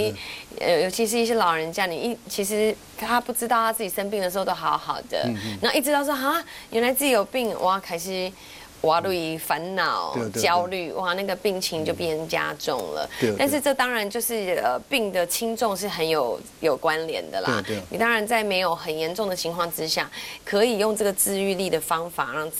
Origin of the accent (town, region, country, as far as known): Taiwan